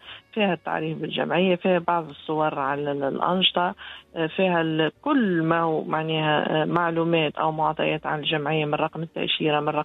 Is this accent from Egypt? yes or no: no; Tunisia; شوف تونس نقول لهم أنا راهو تونسي حنين وكريم